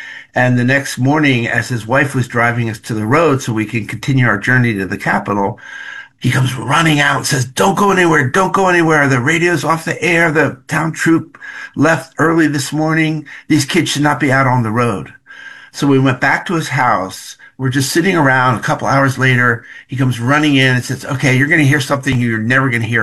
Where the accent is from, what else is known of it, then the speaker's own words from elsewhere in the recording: Philadelphia, Pennsylvania, United States; So I'm an 18-year-old kid. I grew up in Philadelphia, just a couple months on the road